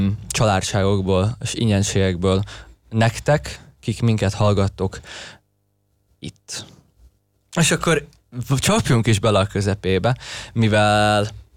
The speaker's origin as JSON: {"language": "Hungarian", "country": "Slovakia", "moved": "yes", "said": "még anno otthon Szlovákiában"}